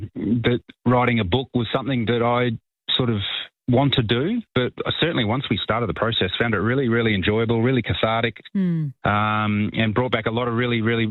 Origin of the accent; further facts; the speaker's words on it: Perth, Western Australia, Australia; So I'd been playing AFL footy as a young kid, as you do growing up in Perth. It's an AFL town.